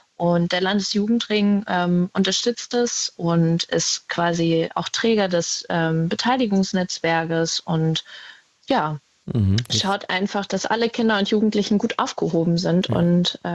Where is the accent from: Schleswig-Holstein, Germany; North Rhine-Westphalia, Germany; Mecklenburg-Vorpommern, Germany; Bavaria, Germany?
Mecklenburg-Vorpommern, Germany; Aber natürlich müssen wir auch einfach drüber reden, dass es bei uns in Mecklenburg, gerade in Nordwestmecklenburg, auch einfach zu wenig Hochschulen und Universitäten gibt.